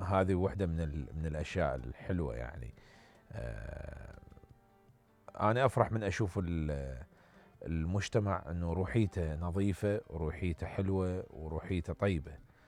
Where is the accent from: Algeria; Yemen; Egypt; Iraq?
Iraq